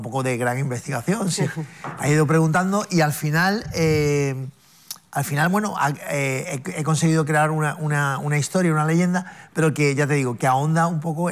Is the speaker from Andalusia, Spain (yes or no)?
no; Ceuta, Spain; yo me preguntaba por qué